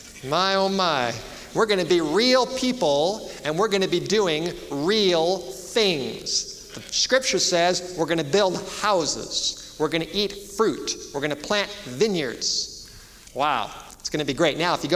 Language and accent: English; Los Angeles, California, United States; I grew up in the Hollywood Hills and I never had a garden until I moved to North Dakota